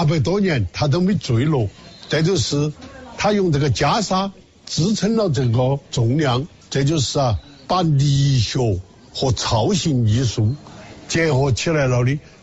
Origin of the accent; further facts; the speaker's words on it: Sichuan, China; 你们叫热闹，我们四川人叫闹热。